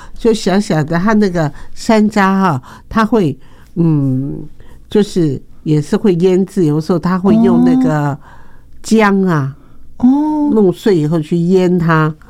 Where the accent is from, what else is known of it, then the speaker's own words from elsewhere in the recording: Kaohsiung, Taiwan; 我小时候在左营长大